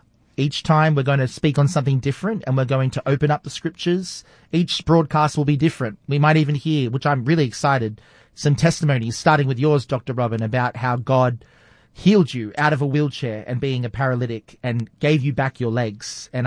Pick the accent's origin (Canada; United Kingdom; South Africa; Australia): Australia; now in United States; I don't sound American and neither do you, because we are living in America and we've been here for 17 years, but we're from